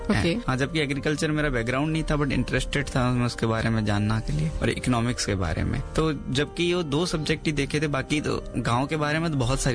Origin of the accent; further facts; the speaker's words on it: Jaisalmer, Rajasthan, India; मैं जैसलमेर राजस्थान से हूँ।